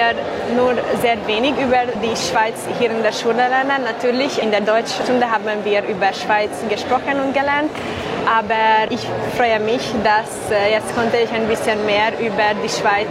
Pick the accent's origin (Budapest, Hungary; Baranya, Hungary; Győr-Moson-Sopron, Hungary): Baranya, Hungary; Pécs; German is a second language; Ich komme aus Peach.